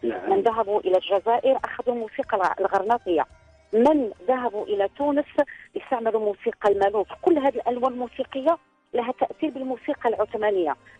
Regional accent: Morocco; accent: Moroccan Darija; نحن نتحدث ونحكي بلهجه مغربيه مفهومه

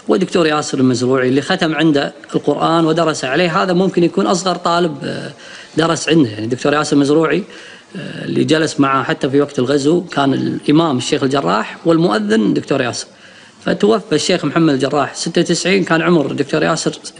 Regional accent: Kuwait; عندنا في الكويت

